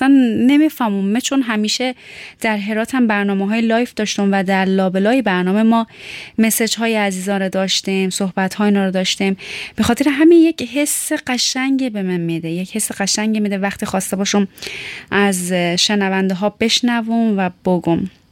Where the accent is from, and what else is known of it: Tehran, Tehran Province, Iran; born or raised there